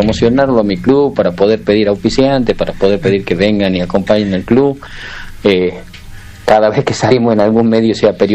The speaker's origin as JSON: {"language": "Spanish", "town": "Concepción", "country": "Argentina", "said": "ya todos somos de Concepción, todos sus hijos viven en Concepción, salvo mi hermana que se volvió a Santa Fe, la mayor, pero todos seguimos en Concepción"}